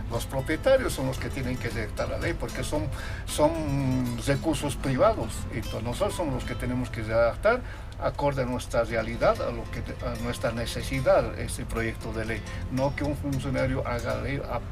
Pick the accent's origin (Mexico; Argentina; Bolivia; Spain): Bolivia; los que tenemos que pagar somos nosotros los bolivianos.